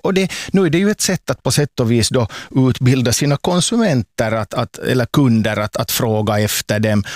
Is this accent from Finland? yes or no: yes; Turku, Southwest Finland, Finland; Och som åbobo, jag förstår absolut, jag har ju också själv kärleken till biskopsmunken